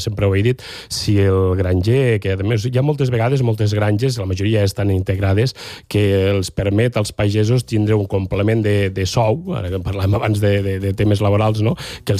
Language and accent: Catalan; Balaguer, Catalonia, Spain; al meu poble, Balaguer